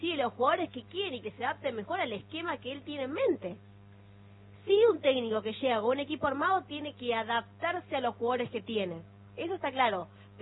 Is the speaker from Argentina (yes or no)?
yes; Recreo, Santa Fe, Argentina; Hola, gente nacional … de Recreo Santa